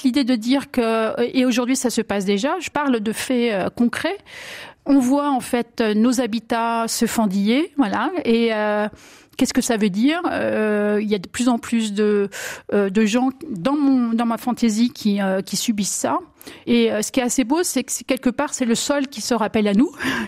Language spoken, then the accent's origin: French; Grand Est, France; born there